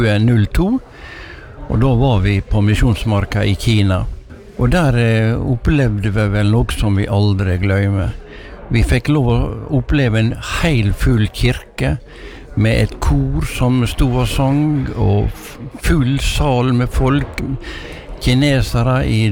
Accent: Sykkylven, Møre og Romsdal, Norway; Sykkylven her, og … Jeg er fra Sykkylven og er med på å drive den onsdagskaféen her nå.

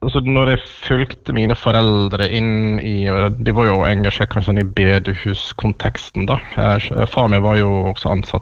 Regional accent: Syvde, Møre og Romsdal, Norway; also born or lived in Langevåg; Ellers så kom jeg opprinnelig fra Sunnmøre fra, jeg sier ofte Syvde, selv om jeg hadde noen år I Langevåg først, så det Syvde hatt store deler av min barndom og ungdom.

